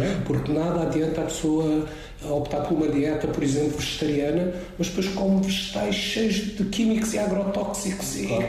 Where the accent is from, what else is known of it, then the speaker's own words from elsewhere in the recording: Alentejo, Portugal; Por exemplo, sou alentejano, adoro enchidos.